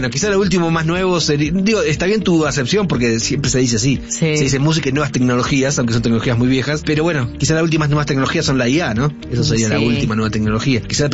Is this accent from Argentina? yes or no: yes; Argentina; now in abroad; como en Argentina muchos somos, como en mi caso, hijos o nietos de europeos, de italianos, mi padre era italiano, entonces todos siempre estamos viendo la salida por el aer